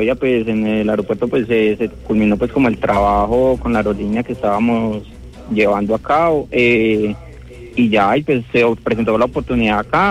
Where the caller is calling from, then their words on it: Pereira, Risaralda, Colombia; Desde la ciudad de Pereira.